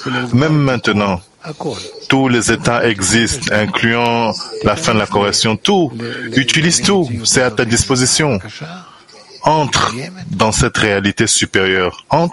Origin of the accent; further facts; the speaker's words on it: England, United Kingdom; French is a second language; Je suis de l'Angleterre, mais je vais poser la question en hébreu.